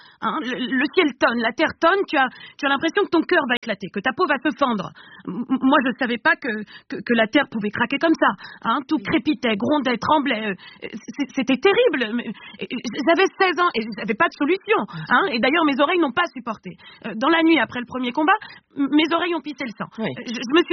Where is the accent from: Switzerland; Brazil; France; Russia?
Russia; Siberia; Comme je vous ai dit, je viens de Sibérie.